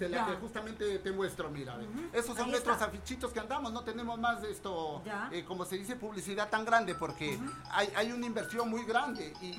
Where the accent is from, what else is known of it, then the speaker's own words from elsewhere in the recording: Tucumán, Lambayeque, Peru; yo pienso que mi pueblo de Tucumán ya despertó.